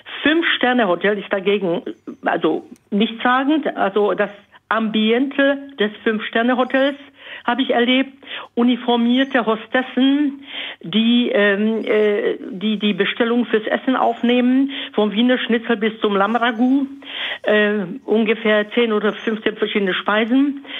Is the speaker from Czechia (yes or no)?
yes; Bohemia, Czechia; Ich komme aus Böhmen.